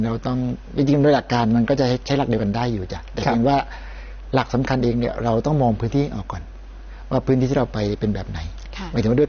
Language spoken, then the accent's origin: Thai; Pattani, Thailand; ด้วยความที่ได้บอกแล้วว่าเป็นคนบ้านเกิดปัตตานี